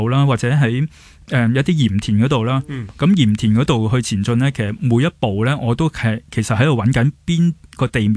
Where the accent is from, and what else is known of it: Hong Kong